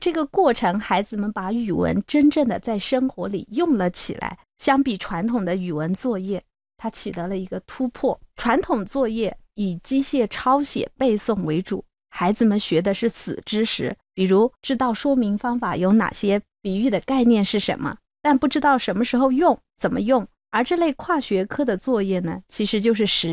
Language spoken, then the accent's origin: Chinese; Kunming, Yunnan, China; 原来一锅长白菜里藏着我们昆明人的民俗意义，一座老房子里装着我们云南人的生存智慧。